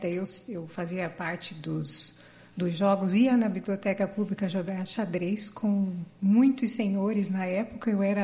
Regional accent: Curitiba, Paraná, Brazil; born there; Sou nascida em Curitiba, não tenho nem parente fora.

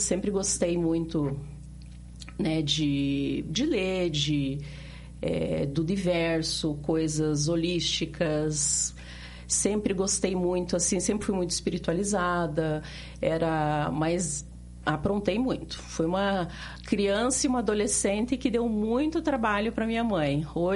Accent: Curitiba, Paraná, Brazil; Passei. Passei toda a minha infância, a juventude aqui em Curitiba.

